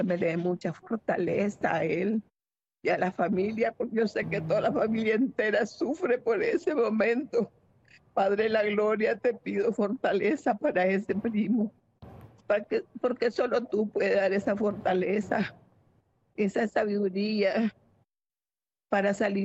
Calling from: Masaya, Nicaragua; de Nicaragua, Masaya.

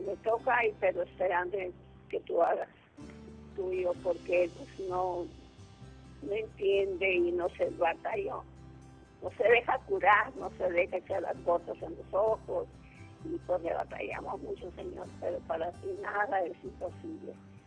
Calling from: Guasave, Sinaloa, Mexico; De Guasave, Sinaloa.

